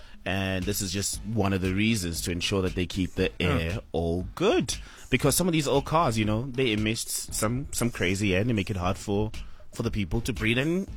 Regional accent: Gqeberha, Eastern Cape, South Africa; now in Johannesburg, South Africa; but growing up in Mandela

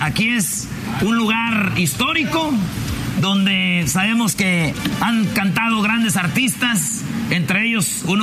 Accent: Michoacán, Mexico; Sí, pues yo soy de Michoacán, digo, ¿no?

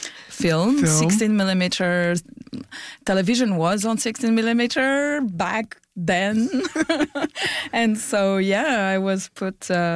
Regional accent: Romania; I grew up in Romania in the time of the Ceausescu dictatorship.

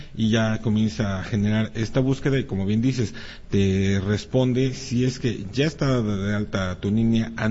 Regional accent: Mexico; como mexicanos, y es una gran mayoría

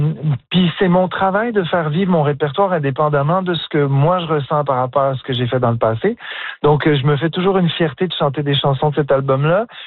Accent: Ottawa, Ontario, Canada; puis en plus j'ai grandi à Ottawa, donc j'ai vu la communauté franco-ontarienne se battre à certaines époques pour garder leurs droits.

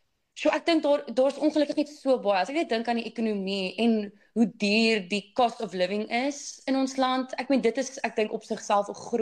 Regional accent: Durbanville, Western Cape, South Africa; Ek het groot geword in Durbanville. Ek het twee broers.

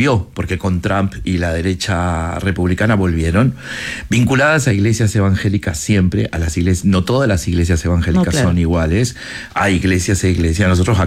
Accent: Chile; now in Argentina; Yo también soy chileno. ¿Sí? O sea, yo también soy chileno.

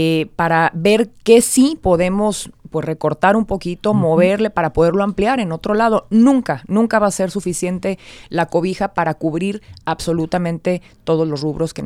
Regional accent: Jalisco, Mexico; sí, soy jalisciense

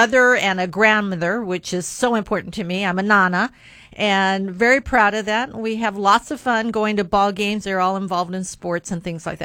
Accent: Yuma County, Arizona, United States; I'm a rural girl, rural roots, born and raised in Yuma County.

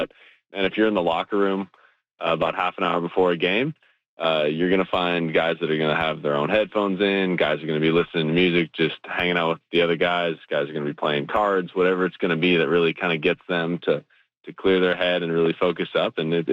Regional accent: Canada; I've been a diehard Jays fan my whole life growing up in Canada.

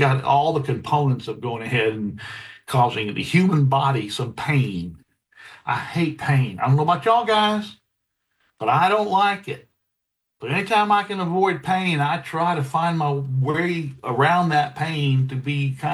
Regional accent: Columbus, Texas, United States; born there; I know where LaGrange is. I was born in Columbus, Texas.

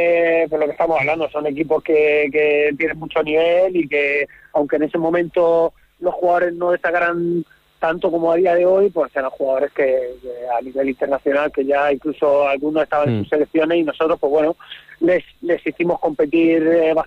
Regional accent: Cartagena, Region of Murcia, Spain; para los que somos de Cartagena

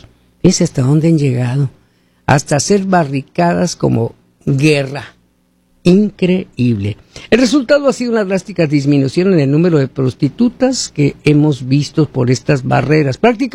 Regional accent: Hermosillo, Sonora, Mexico; moved away; En Hermosillo, Sonora, México, ciudad donde yo nací, donde he vivido casi toda mi vida de soltero, vamos a decirlo así, un poco de casado.

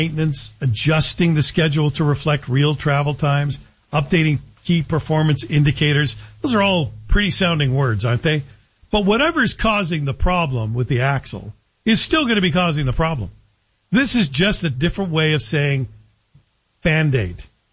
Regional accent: Canada; We, as Canadians, should decide.

